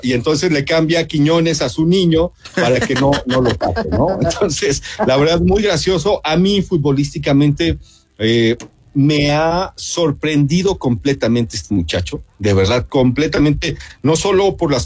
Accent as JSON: {"language": "Spanish", "country": "Mexico", "said": "me presento como un mal mexicano, ¿no? Soy un mal mexicano"}